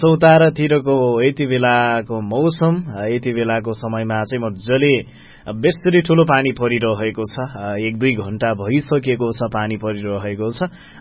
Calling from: Kathmandu, Bagmati, Nepal; हजुर, काठमाडौँ जोरसिंह पौवाबाट

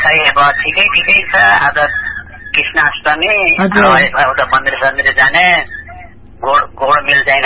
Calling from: Gandaki Province, Nepal; मेरो घर कास्कीकोट हो पोखरामा छ।

